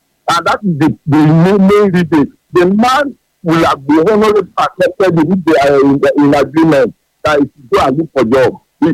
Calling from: Elebu, Oyo, Nigeria; from Elebu.

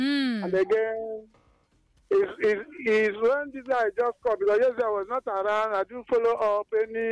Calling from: Benue, Nigeria; calling from Bokolo Benue State.

